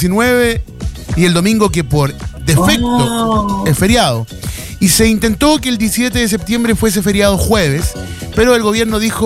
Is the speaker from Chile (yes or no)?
yes; Chile; Como chileno, me encanta.